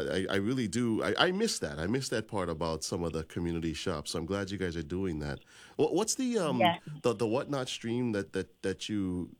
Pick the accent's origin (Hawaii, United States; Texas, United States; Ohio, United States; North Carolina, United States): Hawaii, United States; Honolulu; I grew up in the Manoa area too, so I know exactly where it is.